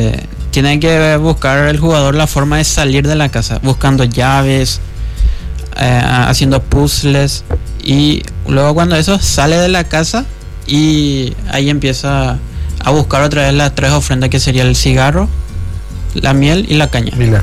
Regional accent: Luque, Central, Paraguay; De acá de Luque.

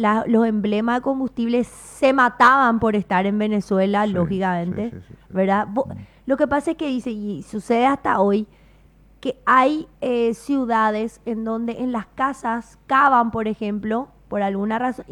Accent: Paraguay

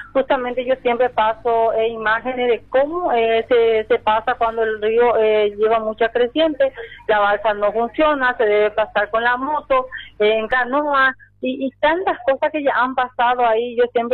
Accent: Paraguay; born there; yo nací en Tengo San Miguel, tengo mi familia y tengo mis padres ahí

